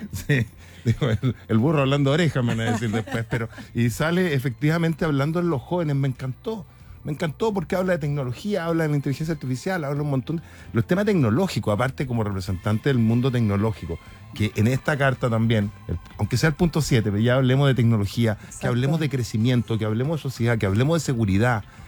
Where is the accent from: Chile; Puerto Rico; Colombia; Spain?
Chile; Viña del Mar, Valparaíso; Yo soy viñamarino